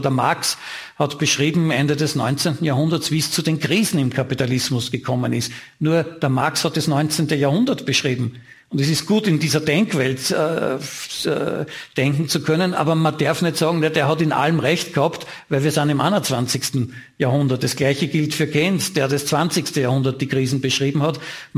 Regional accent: Laakirchen, Upper Austria, Austria; also wo ich herkomme, Lackirchen, Steirermühl. Wir haben 3 Papierfabriken oder 2 zumindest dort

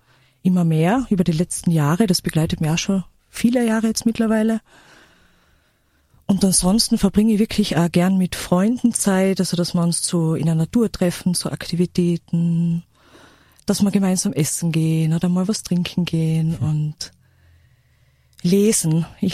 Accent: Carinthia, Austria; also born or lived in Villach; Ich bin in Villachstadt geboren und habe dann letztlich in Villachland, also in Kärnten, dann meine Kindheit und Schulzeit verbracht.

